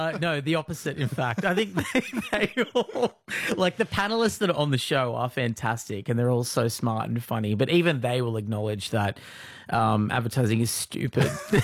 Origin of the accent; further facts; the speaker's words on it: Newcastle, New South Wales, Australia; rock and roll legend … was in my hometown of Newcastle, New South Wales